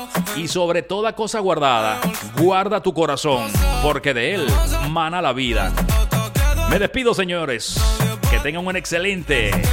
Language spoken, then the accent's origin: Spanish; Venezuela; moved away as an adult; now in Spain; uno que viene de Venezuela, yo doy fe de que aunque no vivo en Cuba, viví en Venezuela y soy venezolano